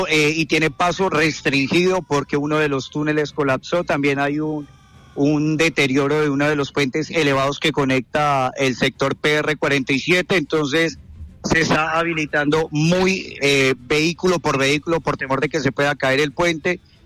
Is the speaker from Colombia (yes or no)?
yes; Cali, Valle del Cauca, Colombia; Nosotros, los locutores de RCN Radio, la mayoría somos de Cali y vivimos en los edificios aledaños a la emisora.